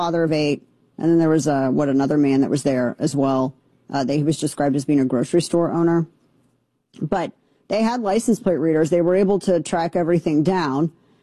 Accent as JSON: {"language": "English", "region": "Missouri", "country": "United States", "tie": "born there", "said": "my home state, show me state of Missouri"}